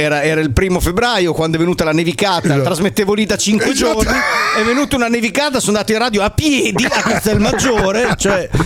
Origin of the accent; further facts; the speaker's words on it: Turin, Piedmont, Italy; Ancora da torinese, sentire Barbut, Leo e Giacomo pronunciare la parola bagna cauda mi commuove.